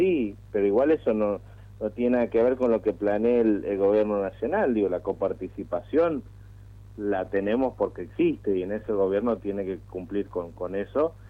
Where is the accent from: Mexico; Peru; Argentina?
Argentina; Tierra del Fuego; todos los que somos de Tierra del Fuego